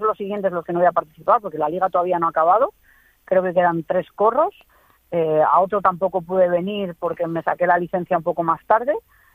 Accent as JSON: {"language": "Spanish", "town": "Madrid", "region": "Community of Madrid", "country": "Spain", "said": "yo soy de Madrid"}